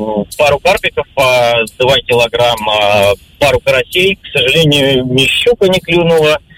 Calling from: Moscow, Russia; Я из Москвы.

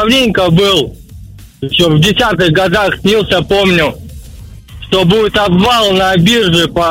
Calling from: Omsk, Omsk Oblast, Russia; Я с Омска.

